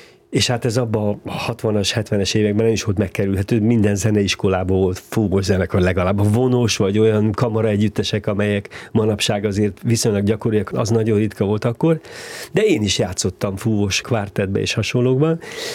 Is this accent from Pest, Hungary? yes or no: yes; Pomáz, Pest, Hungary; az a zenei környezet, ahol felnőttem, zenei művészeti környezet, Pomázakó egy nagyon picike falu volt, akkor is már az volt, hogy közel volt Budapesthez, meg Szentendréhez, de nem volt még ennyire előváros